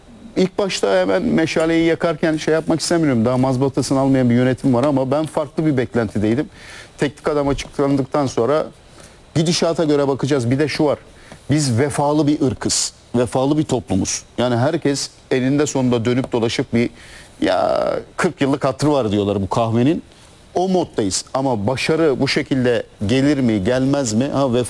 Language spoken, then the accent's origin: Turkish; Alaşehir, Manisa, Turkey; born there; moved away; also born or lived in İzmir; Manisa, Alaşehir. Yine gündeme getiriyorum yani. Alaşehir'de ben doğdum. Sonra İzmir'e yatılı okula gittim. İzmirli oldum. Ama yatılı okulda okurken … diyorlardı.